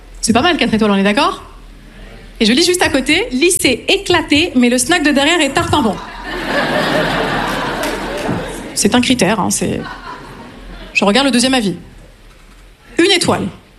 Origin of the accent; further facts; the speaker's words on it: north-east France, France; moved away as an adult; also born or lived in Nancy; now in Marseille, France; Je viens du nord-est de la France. Depuis 2 ans, je me suis installée dans la jolie ville de Marseille. Alors à Nancy, j'étais prof d'anglais